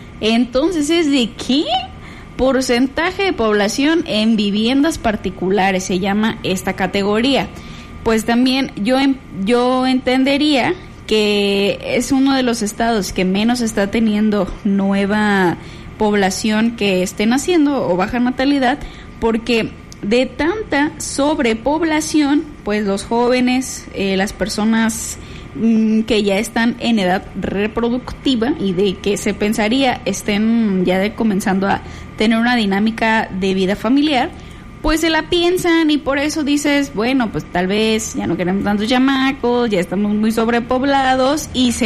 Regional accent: Mexico

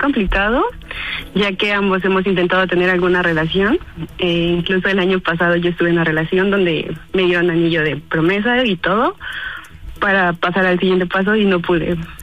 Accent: Ecatepec de Morelos, State of Mexico, Mexico; Tengo 31 años y soy de Catepec de Morelos.

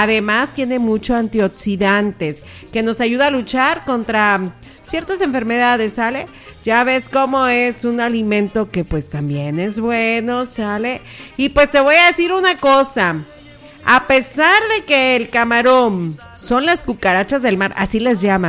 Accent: Nayarit, Mexico; nosotros los nayaritos que aquí cocinamos delicioso el marisco

